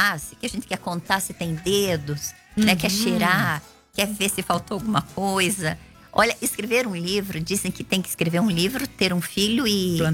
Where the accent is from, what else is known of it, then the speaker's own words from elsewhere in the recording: Telêmaco Borba, Paraná, Brazil; É a cidade onde eu nasci, é aqui onde eu aprendi a escrever, onde eu dei meus primeiros passos.